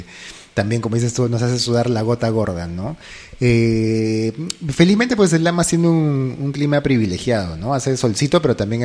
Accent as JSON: {"language": "Spanish", "region": "Lima", "country": "Peru", "tie": "born or raised there", "moved": "yes", "said": "bueno, yo soy de Lima, he vivido toda mi vida en Lima"}